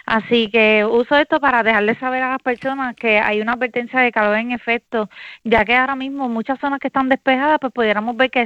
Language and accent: Spanish; Peñuelas, Puerto Rico; en algunas secciones de Ponce, mi pueblo Peñuelas, también está en algunas porciones del suroeste